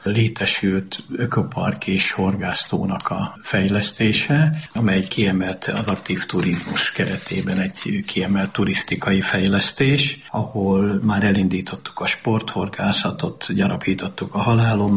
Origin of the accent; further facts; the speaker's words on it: Halmaj, Borsod-Abaúj-Zemplén, Hungary; Én magam is tőzsgyökeres halmainak vallom magam.